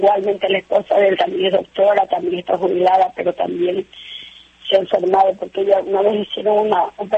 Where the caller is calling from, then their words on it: Portoviejo, Manabí, Ecuador; De Puerto Viejo, provincia de Manaví.